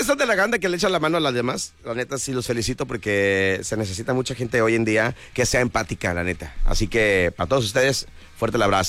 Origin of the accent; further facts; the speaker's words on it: Acapulco, Guerrero, Mexico; Somos mexicanos, efectivamente, somos acapulqueños, somos guerrerenses